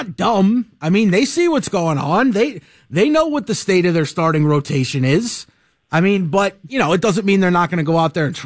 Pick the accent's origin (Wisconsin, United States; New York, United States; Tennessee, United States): New York, United States; I know I grew up in New York